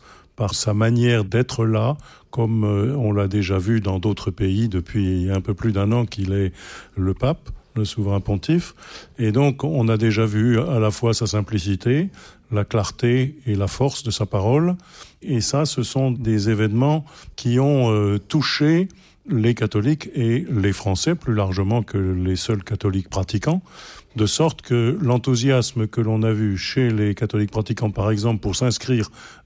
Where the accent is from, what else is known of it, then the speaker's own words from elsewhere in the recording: France; C'est comme ça que nous sommes Français.